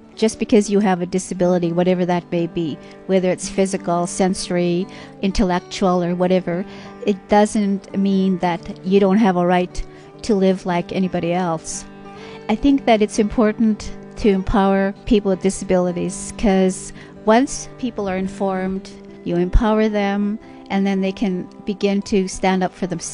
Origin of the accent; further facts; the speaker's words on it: Canada; I am from Canada. I am a member of the Dakota peoples who have nations and communities both in the United States and Canada.